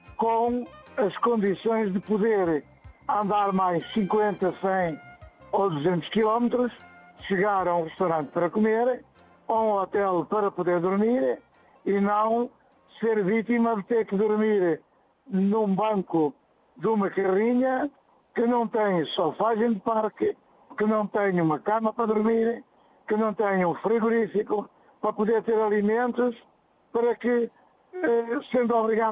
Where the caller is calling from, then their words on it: Amares, Norte, Portugal; para chegar a casa em Amares